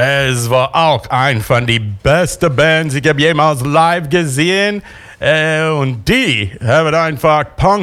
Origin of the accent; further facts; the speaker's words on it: United States; German is a second language; now in Düsseldorf, Germany; Ich bin aus den USA. Und ich komm eigentlich von ein bisschen mehr die Richtung Heavy Metal, Industrial Metal.